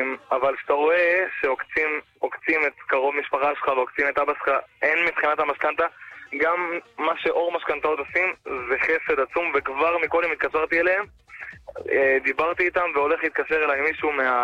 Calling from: Ramat Gan, Tel Aviv District, Israel; מרמת גן, בחור צעיר. נשוי ברוך השם, התחתנתי לפני כשנה.

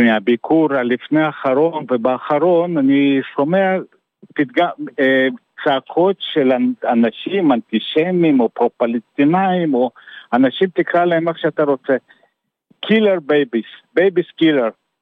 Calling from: Rishon LeZion, Central District, Israel

